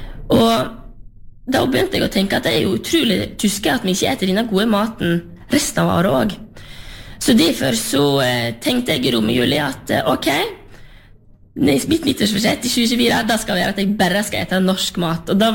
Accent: Sørheim, Vestland, Norway; Jeg kommer jo fra Sørheim, på sørsiden av Lustrafjorden, og etter hvert som jeg har vært større, så oppdaget jeg jo at verden er større enn Sørheim

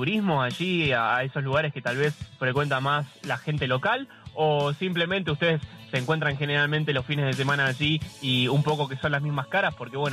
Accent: Argentina

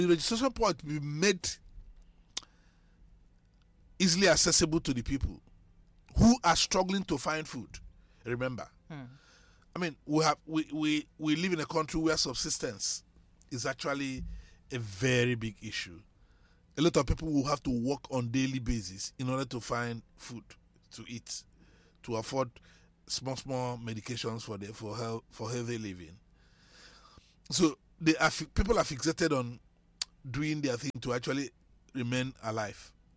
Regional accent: Nigeria; I am a Nigerian

